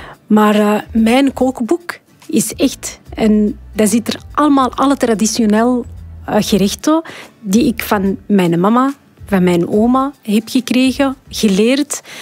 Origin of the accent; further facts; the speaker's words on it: Morocco; Het is niet, want ik ben Marokkaans, ik ga dagelijks alleen tagine maken.